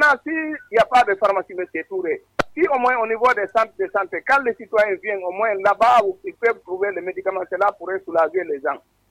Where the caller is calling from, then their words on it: Dalaba, Mamou Region, Guinea; ceux qui sont chez moi à Dalaba